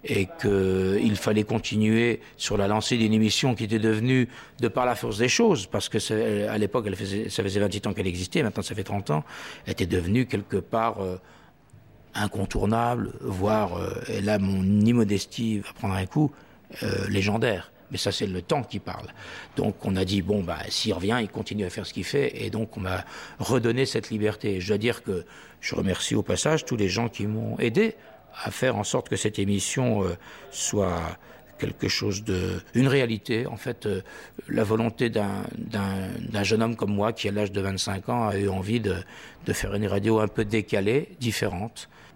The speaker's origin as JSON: {"language": "French", "country": "France", "moved": "yes", "lives_now": "Luxembourg", "said": "Mais je reste toujours un Français habitant au Luxembourg, parce que c'est toujours ma carte de résident. Et j'entends y rester."}